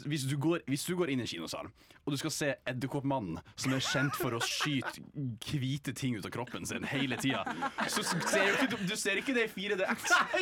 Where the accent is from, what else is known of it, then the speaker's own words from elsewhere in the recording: Bodø, Nordland, Norway; Jeg er fra Bodø.